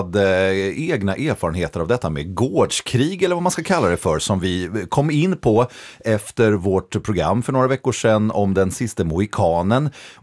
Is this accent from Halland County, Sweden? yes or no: no; Stockholm, Stockholm County, Sweden; som stockholmare visserligen